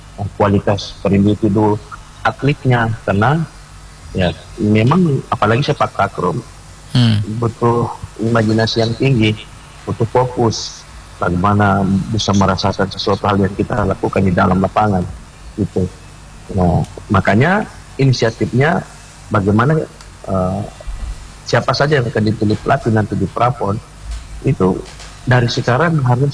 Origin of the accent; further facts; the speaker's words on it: Gorontalo, Indonesia; saya sampaikan, saya orang Gorontalo.